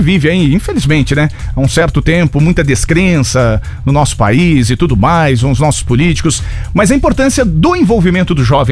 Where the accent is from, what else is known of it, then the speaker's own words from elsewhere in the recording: São Paulo, Brazil; now in Santo Antônio da Platina, Brazil; eu sou de São Paulo, capital